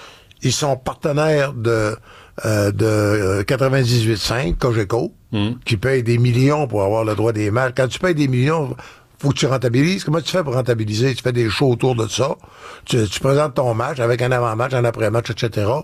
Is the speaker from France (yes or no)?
no; Saguenay, Quebec, Canada; je viens du Saguenay, je sais pas, on est un drôle de peuple, les Saguenayens, c'est le Texas du Nord, hein.